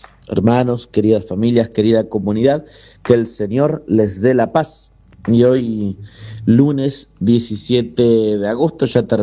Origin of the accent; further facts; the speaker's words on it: Argentina; Pero como argentinos también hoy recordamos el paso a la inmortalidad del general don José de San Martín